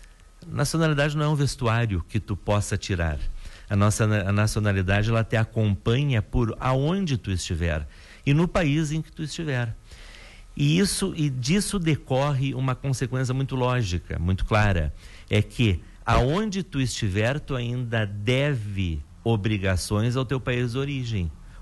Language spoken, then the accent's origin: Portuguese; Brazil; meu país de origem, no nosso caso aqui do Brasil.